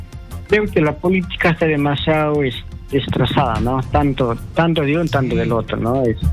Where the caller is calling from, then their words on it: Amazonas, Peru; Y yo soy departamento de Amazonas